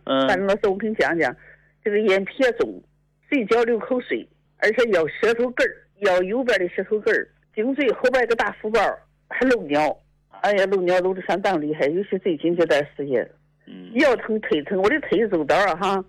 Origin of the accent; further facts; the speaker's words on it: Yantai, Shandong, China; 烟台的。